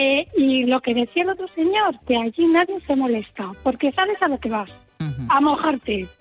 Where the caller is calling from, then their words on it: Rivas-Vaciamadrid, Community of Madrid, Spain; yo soy de Rivas.